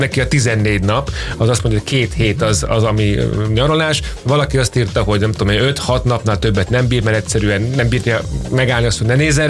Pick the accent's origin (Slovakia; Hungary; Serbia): Hungary; Vác, Pest; én váciként